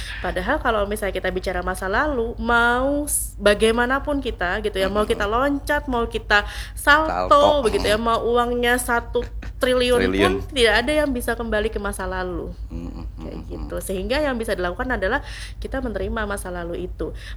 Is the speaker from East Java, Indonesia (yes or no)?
no; South Kalimantan, Indonesia; baru kita alihkan sebentar ketika dia sudah di kita orang Banjar tuh besisigan gitu ya.